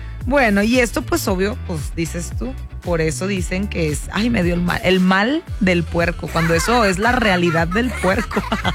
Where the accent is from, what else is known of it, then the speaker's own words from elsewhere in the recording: Mexico; las entendemos como mexicanos